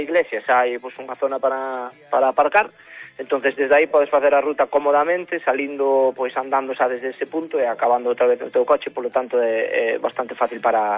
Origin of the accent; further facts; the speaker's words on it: Vimianzo, Galicia, Spain; bueno, pues eu son de Vimianzo, sí, pero vivo en C